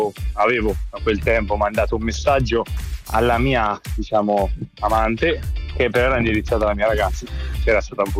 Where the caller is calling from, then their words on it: Perugia, Umbria, Italy; da Perugia.